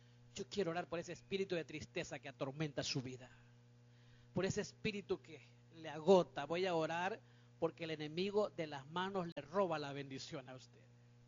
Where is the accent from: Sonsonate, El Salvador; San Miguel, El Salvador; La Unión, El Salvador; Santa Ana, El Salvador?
San Miguel, El Salvador; moved away; also born or lived in Zacamil, San Salvador; Hicimos una campaña evangelística en San Miguel. Era la primera vez que llegaba después de 6 años a mi tierra.